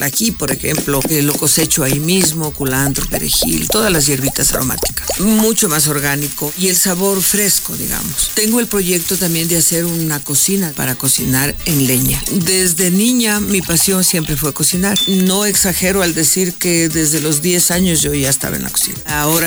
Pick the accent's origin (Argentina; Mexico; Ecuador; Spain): Ecuador; Loja; moved away as an adult; now in Quito, Ecuador; Bueno, yo soy de Loja, vine a vivir en Quito hace 40 años. O sea, la mayor parte de mi vida la he vivido en Quito